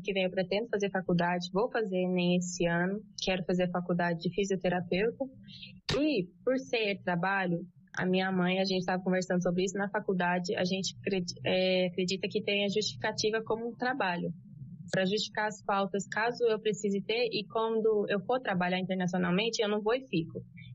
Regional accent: Silvânia, Goiás, Brazil; Eu sou daqui de Silvânia, moro no bairro São Sebastião.

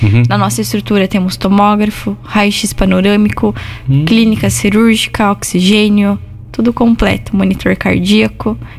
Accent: Pranchita, Paraná, Brazil; moved away; Sou de Pranchita.

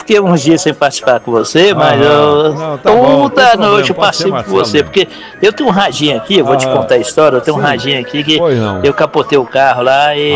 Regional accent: Brasilândia de Minas, Minas Gerais, Brazil; Eu sou aqui de Brasilândia, de Minas.

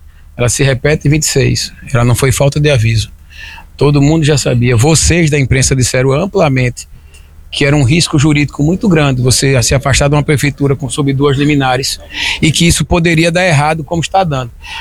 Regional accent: Northeast Region, Brazil; eu sou nordestino

